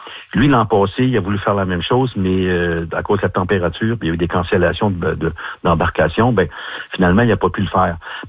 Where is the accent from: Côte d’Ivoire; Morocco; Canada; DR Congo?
Canada; Quebec; moi je viens pas de Ponigamouk en passant, je viens de la Côte-Nord.